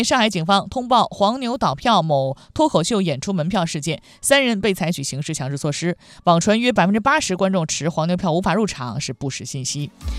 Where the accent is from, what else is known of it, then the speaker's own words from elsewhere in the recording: Jinzhou, Liaoning, China; moved away; 以前我记得好像是我们家乡生产的一个品牌，它不是那种大品牌，嗯，特好吃，它是奶香味的。 锦州生产的。